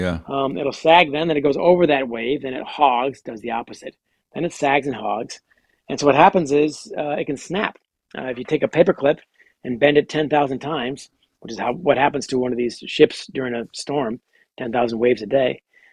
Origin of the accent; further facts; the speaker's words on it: Great Lakes, United States; I grew up in the Great Lakes.